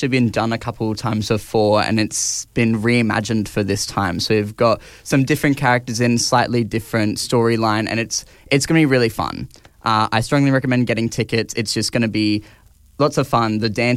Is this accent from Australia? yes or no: yes; Darwin, Northern Territory, Australia; I'm from Darwin.